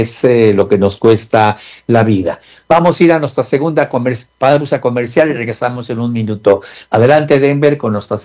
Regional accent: Cuernavaca, Morelos, Mexico; born there; allá cerquita de donde yo nací, Cuernavaca.

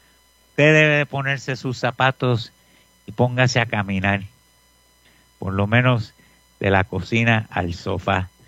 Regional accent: Puerto Rico; como buen boricua, esa es la que hay.

